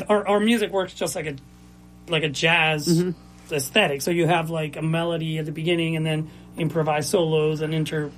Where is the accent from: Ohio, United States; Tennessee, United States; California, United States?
Ohio, United States; Mount Vernon; also born or lived in Gambier; Right, because I grew up in Mount Vernon, it turns out. My dad had a job at Canyon College, so that's how I lived in Gambier, I guess, technically.